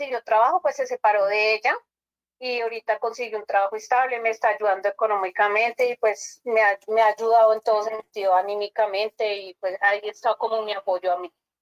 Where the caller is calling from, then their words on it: Bogotá, Colombia; lo estoy llamando desde aquí, desde Bogotá, el barrio Molino Sur.